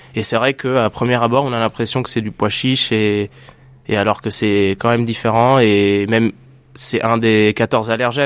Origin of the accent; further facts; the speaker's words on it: Italy; vu que je suis italien, on mange souvent ça à l'apéro